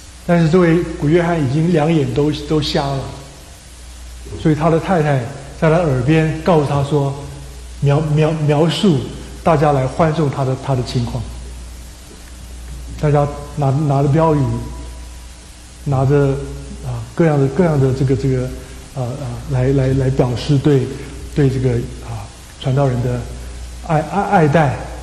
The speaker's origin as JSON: {"language": "Chinese", "country": "China", "said": "也不知道有多少我们中国人的先辈，基督徒的先辈，为信仰舍命流血。"}